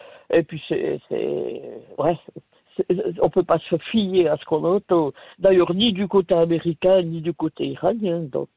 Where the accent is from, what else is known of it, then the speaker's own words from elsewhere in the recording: Neuchâtel, Switzerland; also born or lived in La Chaux-de-Fonds; Enfin, de la région de Neuchâtel.